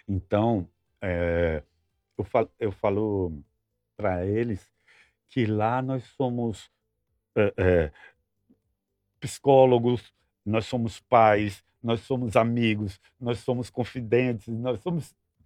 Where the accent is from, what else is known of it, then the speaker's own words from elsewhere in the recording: São Paulo, Brazil; also born or lived in Sergipe / Livramento; now in Nova Prata, Brazil; Eu sou paulista, né? Mas fui para Sergipe. Lá eu casei com Denise, a minha esposa. Já tem 37 anos de casado. E depois eu vim transferido para cá, para Livramento.